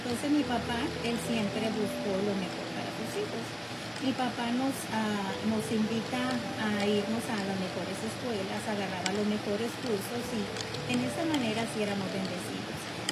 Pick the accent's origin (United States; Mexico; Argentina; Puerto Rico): Mexico; moved away; Esa fue una de las razones que nosotros emigramos para acá, de los Estados de México para acá, porque alguien más me acusó, un familiar